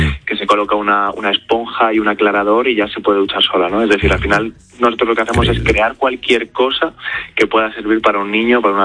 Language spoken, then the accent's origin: Spanish; Madrid, Community of Madrid, Spain; yo soy de Aluche, he visto en mi barrio, siempre he visto desigualdades